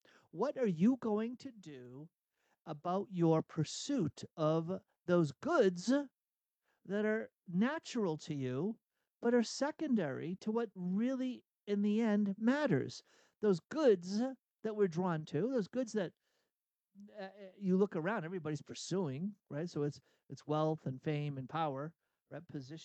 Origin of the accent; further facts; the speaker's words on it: Massachusetts, United States; now in Boise, United States; I grew up in outside of Boston